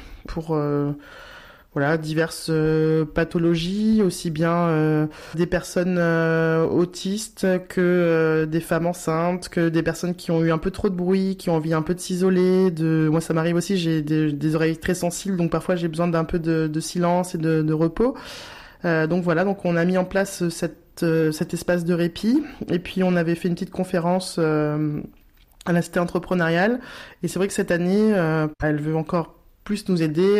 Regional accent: Saintes, Nouvelle-Aquitaine, France; je suis originaire de Saintes, j'habite ici

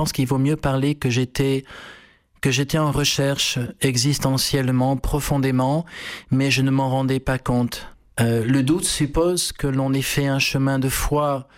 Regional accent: Bordeaux, Nouvelle-Aquitaine, France; born there; je suis né à Bordeaux, dans la région de Bordeaux, d'une famille catholique pratiquante.

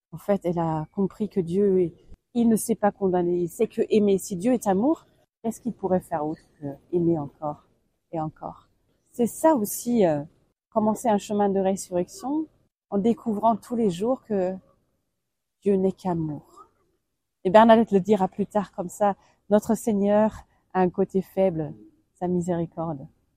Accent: Germany; now in Nevers, France; comme je suis allemande

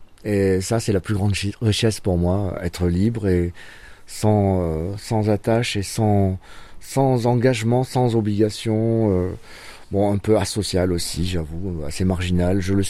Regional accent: Fontvieille, Provence-Alpes-Côte d'Azur, France; also born or lived in Arles; Alors moi, je suis né à Arles. J'ai grandi à 10 km d'Arles, dans un petit village, le village d'Alphonse Daudet, en face de la rue de la chèvre de Monsieur Seguin. C'était Fontvieille, en fait.

